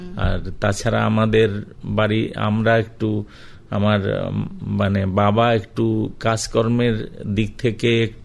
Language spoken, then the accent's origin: Bangla; Ramnagar, Andaman and Nicobar Islands, India; আমার জন্ম হয় রামনগর গ্রামে, ডিগলুপুরের অন্তর্গত রামনগর গ্রামে। আমার মা বাবা এসেছিলেন বাংলাদেশ থেকে 1959-এ সম্ভবত